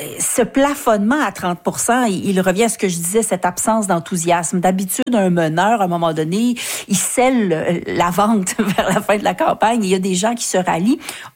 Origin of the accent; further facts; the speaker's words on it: Quebec, Canada; Moi, je viens de l'Outaouais.